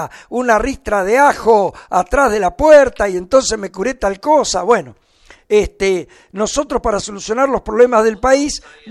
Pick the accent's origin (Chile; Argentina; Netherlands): Argentina